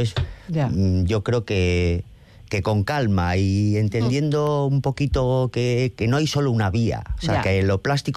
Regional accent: Ortuella, Basque Country, Spain; No, lo cierto es que pues yo soy de Ortuella, que es un pueblo pues absolutamente obrero, fruto de la inmigración.

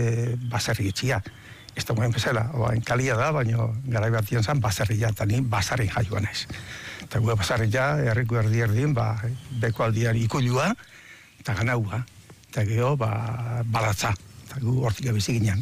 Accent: Ergobia, Basque Country, Spain; Gu, ni Ergobikoa naiz. Ergobia da Astigarragako auzo bat

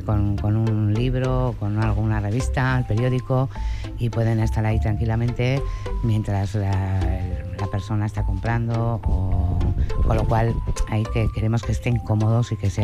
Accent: Bilbao, Basque Country, Spain; born there; No, nací en Indautxu.

